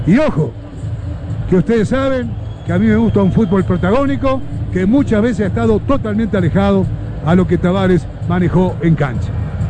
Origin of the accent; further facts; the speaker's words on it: Uruguay; somos los futboleros uruguayos, somos la sociedad uruguaya.